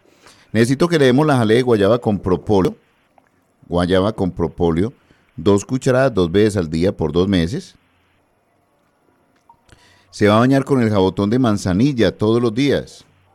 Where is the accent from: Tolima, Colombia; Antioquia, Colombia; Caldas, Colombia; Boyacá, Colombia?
Antioquia, Colombia; Medellín; born there; Ahí nací yo, ahí estaban los recuerdos de mi familia y todo.